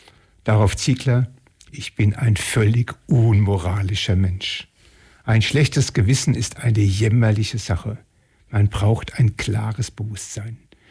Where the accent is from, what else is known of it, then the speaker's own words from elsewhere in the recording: Switzerland; Ein Weißer, Universitätsprofessor mit Assistenten, als Schweizer ein Verschonter. Nie Krieg hier